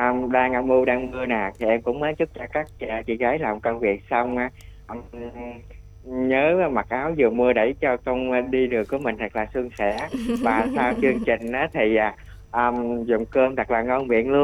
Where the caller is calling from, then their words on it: An Giang, Vietnam; đang gọi đến từ An Giang mới ạ.